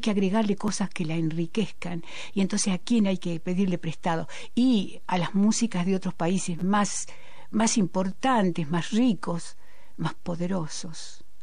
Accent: Argentina; la que nos expresa como argentinos en el concierto de los pueblos

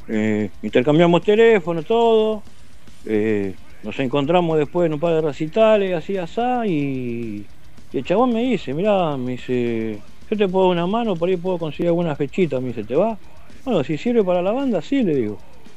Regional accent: Monte Grande, Buenos Aires Province, Argentina; nosotros somos de Monte Grande

